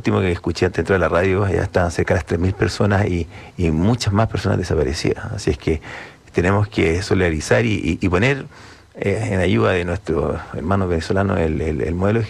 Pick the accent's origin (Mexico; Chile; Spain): Chile; porque para nosotros como chilenos hay cosas muy obvias, porque tenemos tantos terremotos, tsunamis, aluviones, incendios